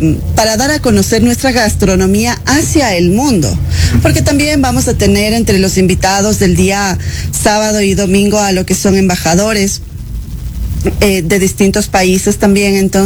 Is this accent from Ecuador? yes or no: yes; Ecuador; nosotros como ecuatorianos